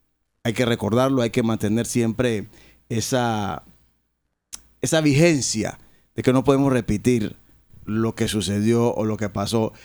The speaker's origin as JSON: {"language": "Spanish", "region": "Colón", "country": "Panama", "said": "a pesar de que son o somos negros, o somos de Colón."}